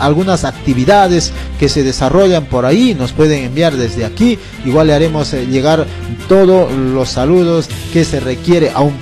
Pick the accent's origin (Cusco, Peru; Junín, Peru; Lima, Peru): Junín, Peru; Ricrán; nacido natural de Jauja, la provincia o distrito de Ricrán